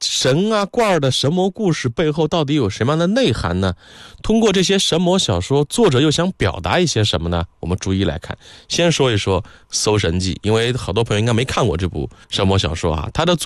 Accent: China; 我们中国人

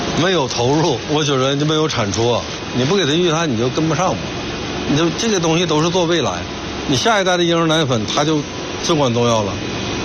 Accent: Heilongjiang, China; born there; 我就是在黑龙江出生的，本身对这块黑土地就有非常深的感情。

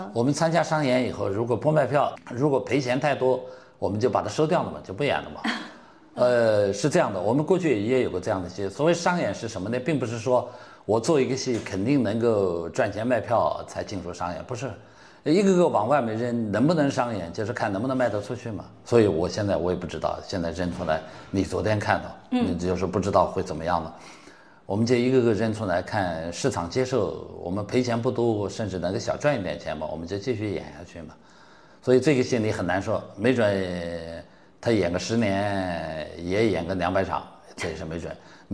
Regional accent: Nanjing, Jiangsu, China; 又作为一个南京人

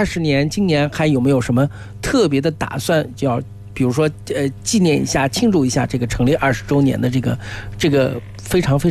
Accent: Nanjing, Jiangsu, China

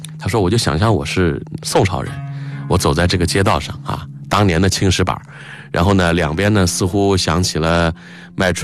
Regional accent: Yangzhou, Jiangsu, China; 汪老的家乡啊，也是我的家乡扬州

